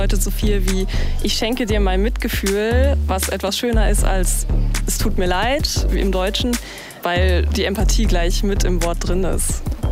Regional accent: Münster, North Rhine-Westphalia, Germany; Mein Lieblingswort ist Polisana und ich komme aus Münster.

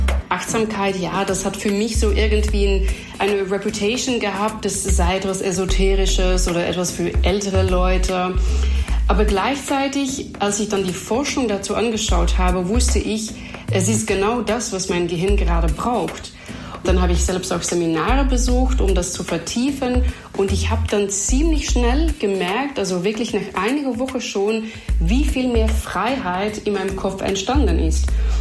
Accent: Belgium; German is a second language; Und ich komme aus Belgien, ich habe die Sprache nicht gesprochen

